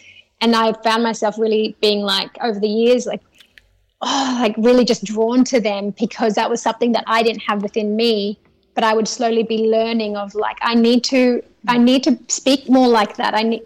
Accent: Western Australia, Australia; we all know, like, growing up in the Kimberleys, sometimes it's hard to really be the one who going after your, like, shining

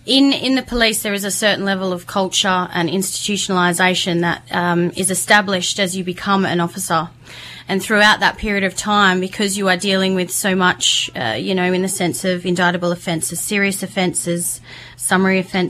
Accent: Western Australia, Australia; I grew up on Wajog Noongarbujja. So I was I grew up in the Perth Hills.

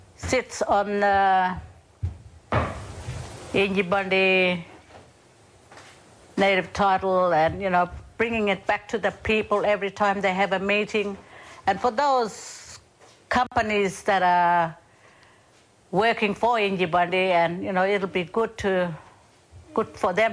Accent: Roebourne, Western Australia, Australia; I'm an Indjibarndi elder, born and raised in Roban Town.

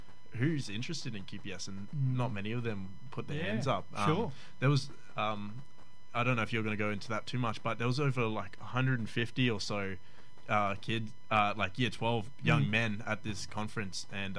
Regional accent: Cairns, Queensland, Australia; I grew up here in Cairns locally. My family … they're from, yep, Murray Island.

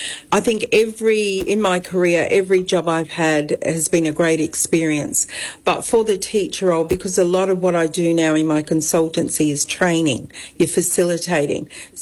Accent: Darwin, Northern Territory, Australia; So I guess a really good childhood growing up in Darwin.

